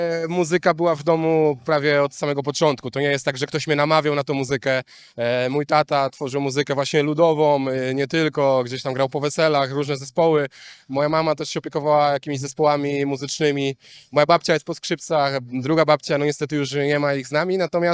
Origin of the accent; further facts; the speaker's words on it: Opoczno, Łódź Voivodeship, Poland; now in Tomaszów Mazowiecki, Poland; bo ja w ogóle pochodzę z Opoczna. Teraz też mieszkam w Tomaszowie